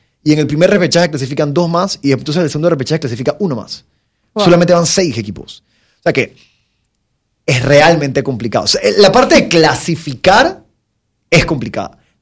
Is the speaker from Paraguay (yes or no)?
no; Panama; yo soy de Panamá